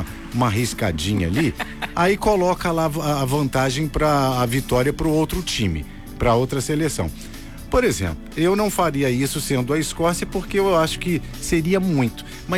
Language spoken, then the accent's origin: Portuguese; Minas Gerais, Brazil